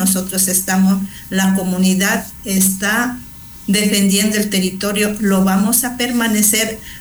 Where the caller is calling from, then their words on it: Napo, Ecuador; Un gusto saludarles desde la provincia de Napo.